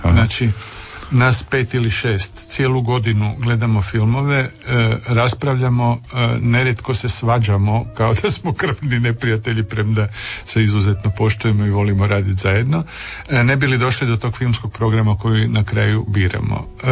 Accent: Croatia; ja dolazim iz Hrvatske.

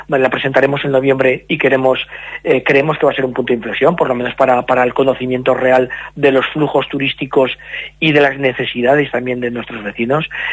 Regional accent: Aragon, Spain; somos la comarca más grande de Aragón

